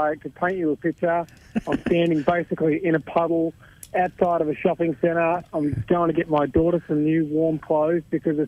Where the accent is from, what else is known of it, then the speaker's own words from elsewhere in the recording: Kyneton, Victoria, Australia; I'm from a small country town in Victoria called Kyneton.